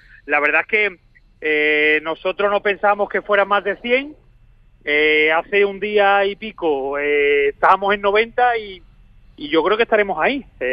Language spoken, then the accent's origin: Spanish; Seville, Andalusia, Spain; now in Lanzarote, Spain; al final soy sevillano